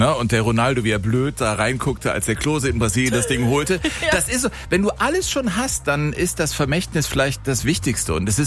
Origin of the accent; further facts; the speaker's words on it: Germany; Interessant für uns als Deutsche.